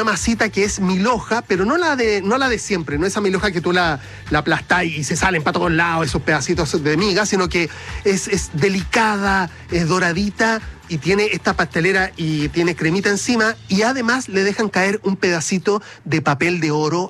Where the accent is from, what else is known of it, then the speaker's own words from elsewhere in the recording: Puente Alto, Santiago Metropolitan Region, Chile; no, yo soy de Puente Alto, no tenía mucho conocimiento del tema.